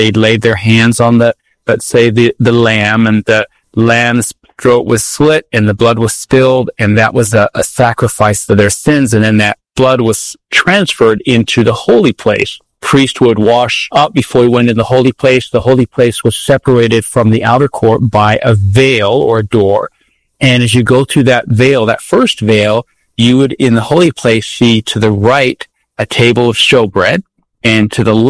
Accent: London, United Kingdom; also born or lived in United States; I was actually raised in the Catholic Church. My mom was Roman Catholic Irish, and I was raised in London, England, born in the States.

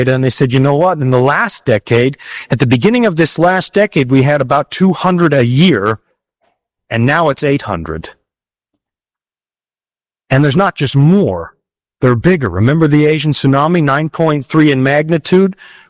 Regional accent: Canada; moved away; also born or lived in Toronto; My home country, Canada

